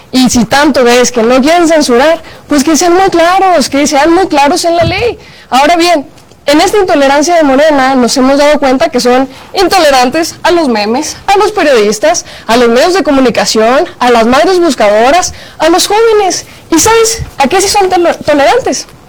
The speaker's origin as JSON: {"language": "Spanish", "region": "Chihuahua", "country": "Mexico", "said": "Chihuahua, mi tierra, Chihuahua."}